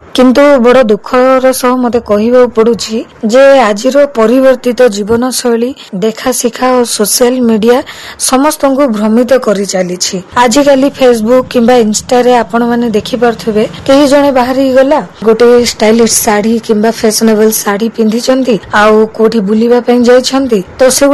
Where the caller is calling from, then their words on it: Jeypore, Odisha, India; ମୁଁ ଜୟପୁରର ଏକ ବାସିନ୍ଦା।